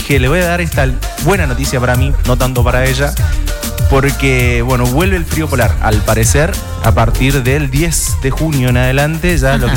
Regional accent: Chaco, Argentina; le decimos, no, somos del Chaco.

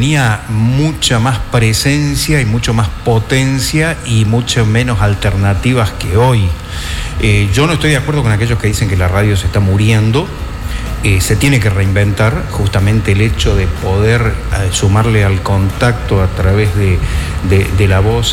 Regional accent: Córdoba, Argentina; now in Chaco, Argentina; yo soy cordobés a esta altura, por si no se dieron cuenta, a esta altura de mi vida, con más años de Chaco que de claro. Córdoba

